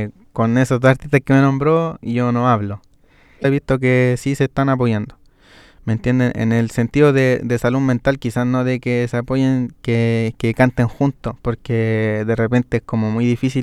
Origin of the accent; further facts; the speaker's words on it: Chile; si somos todos chilenos